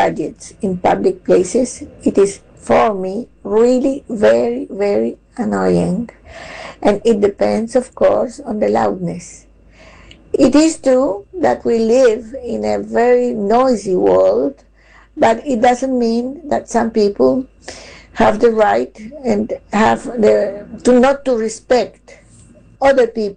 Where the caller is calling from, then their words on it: Tenerife, Canary Islands, Spain; speaking from Tenerife in the Canary Islands.